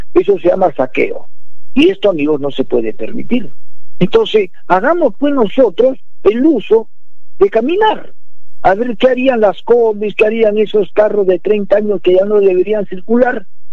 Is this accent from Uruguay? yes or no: no; Peru; todos los peruanos